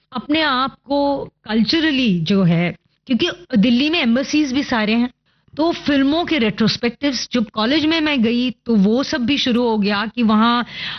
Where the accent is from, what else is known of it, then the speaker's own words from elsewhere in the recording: Pune, Maharashtra, India; मैं एक्चुअली पुणे में पैदा हुई थी